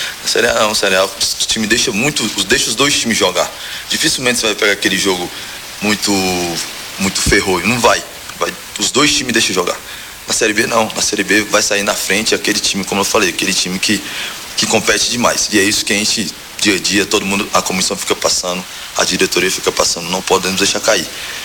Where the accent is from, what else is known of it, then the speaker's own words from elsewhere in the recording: Ceará, Brazil; now in Goiânia, Brazil; Da onde eu sou do Ceará, o sol é igual daqui